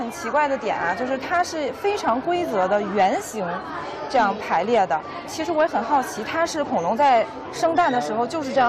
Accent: Liaoning, China; moved away; 我家乡是辽宁，

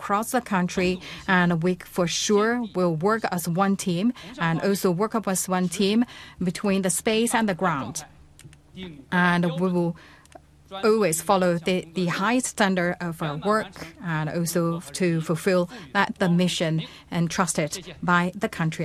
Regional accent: Hong Kong; For me, growing up in Hong Kong, the Lion Rock spirit has long been engraved in my heart.

